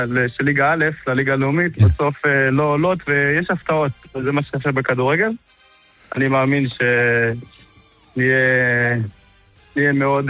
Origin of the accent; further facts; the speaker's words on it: Sha'ar HaGolan, Northern District, Israel; moved away as an adult; ההחלטה הגיעה בעיקר בעקבות המעבר שלי לצפון, חזרתי לקיבוץ איפה שגדלתי בשער הגולן